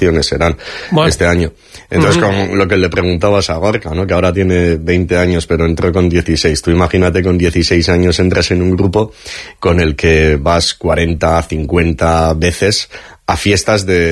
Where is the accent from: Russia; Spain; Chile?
Spain; Eibar, Basque Country; Tenemos la mayoría de los miembros de … somos de Eibar, pero no todos.